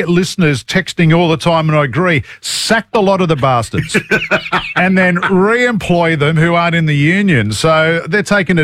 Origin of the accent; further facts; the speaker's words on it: Sydney, New South Wales, Australia; now in Queensland, Australia; I mean, I do work in Queensland, Leaves, but I'm from Sydney. I'm a Yagoona boy. Birron boys high.